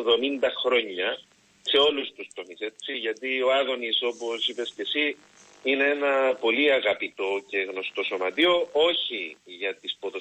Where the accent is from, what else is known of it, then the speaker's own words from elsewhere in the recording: Dali, Nicosia District, Cyprus; μεγαλώνοντας στο Δάλι